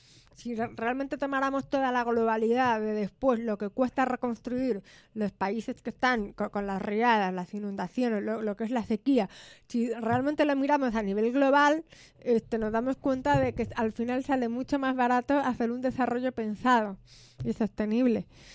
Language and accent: Spanish; Spain; now in Uruguay; Yo me acuerdo cuando vine de España, que siempre hemos sufrido el flagelo de la sequía y que tenemos esa manía de estar siempre cuidando el agua, me chocaba acá el desperdicio que había